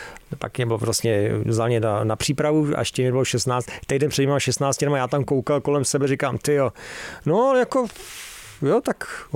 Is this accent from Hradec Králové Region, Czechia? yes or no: yes; Hradec Králové, Hradec Králové Region, Czechia; born or raised there; also born or lived in Havlíčkův Brod